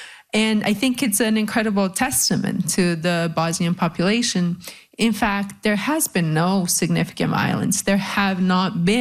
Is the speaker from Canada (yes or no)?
yes; Canada; as a Canadian, also thinking through the incredible limitations